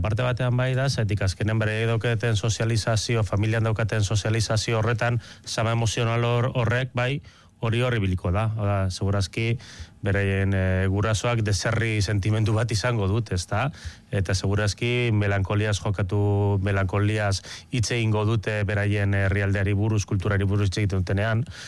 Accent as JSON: {"language": "Basque", "region": "Basque Country", "country": "Spain", "said": "ni bakarrik euskaldun sentitzen naiz, baina nire euskal nortasuna ez da eskluientea beste nortasun batzuekin, ez?"}